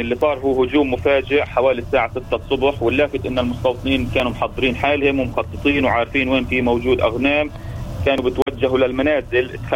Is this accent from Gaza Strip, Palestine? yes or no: no; Sinjil, West Bank, Palestine; أهالي بلدتنا سنجل